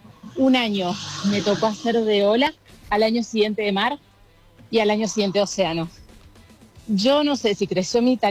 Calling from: Andorra; Acá los saludos desde Andorra.

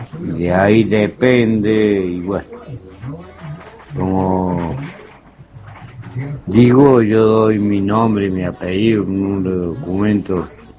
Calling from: Villa Mercedes, San Luis, Argentina; Acá, de Villamercedes.

